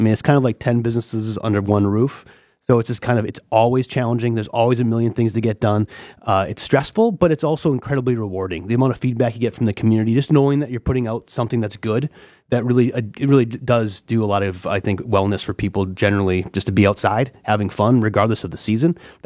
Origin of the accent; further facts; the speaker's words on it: Midwest, United States; I am a Midwesterner like all of you.